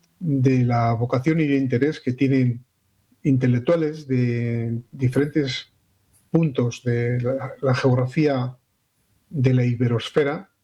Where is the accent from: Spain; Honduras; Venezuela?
Spain; Basque Country; yo soy de País Vasco, pues tenemos unos rasgos identitarios distintos, pero mucho más tenemos unos rasgos identitarios comunes al resto de los españoles.